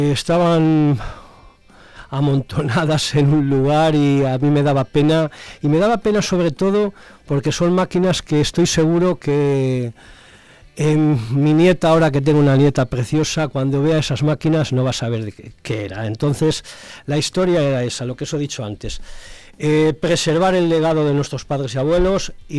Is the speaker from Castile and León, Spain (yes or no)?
yes; Malva, Castile and León, Spain; soy de Malva, tengo 66 años, y mis padres, Eugenio y Aurelia, eran los últimos chocolateros que hubo en Malva.